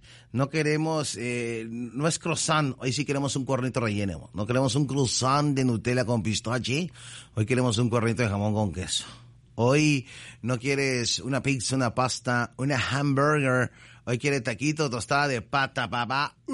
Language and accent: Spanish; Mexico; mientras tanto gente como yo, que somos muy mexicanos y queremos que este país siga avanzando.